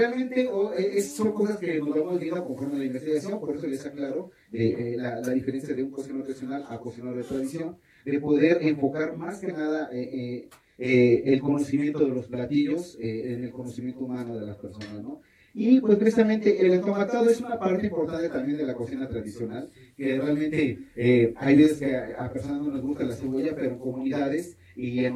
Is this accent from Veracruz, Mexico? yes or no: no; San Andrés Cholula, Puebla, Mexico; yo vengo de la comunidad de San Manuel Tlaxcalancingo, en San Andrés Cholula